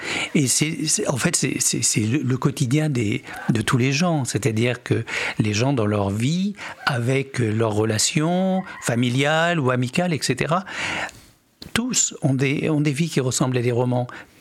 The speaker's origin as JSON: {"language": "French", "region": "Nouvelle-Aquitaine", "country": "France", "tie": "born or raised there", "said": "Pourquoi en Charente? Parce qu'en fait, c'est ma terre natale."}